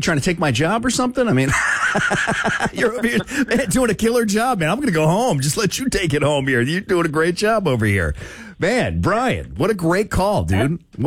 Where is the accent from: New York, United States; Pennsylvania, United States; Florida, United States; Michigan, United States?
Florida, United States; moved away; I'm from South Florida, right?